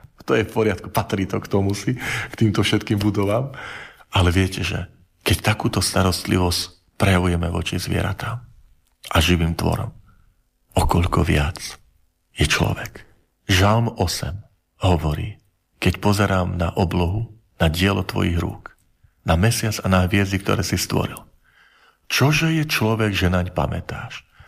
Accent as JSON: {"language": "Slovak", "region": "Žilina Region", "country": "Slovakia", "said": "ja som z Horavy, takže častokrát som mal pred očami, nikdy som tam nebol."}